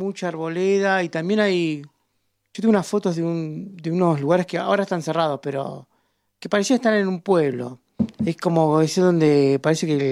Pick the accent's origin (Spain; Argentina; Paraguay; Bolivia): Argentina; Buenos Aires; born there; now in Saavedra, Buenos Aires, Argentina; Venimos de Saavedra, pero bien. Yo nací en Floresta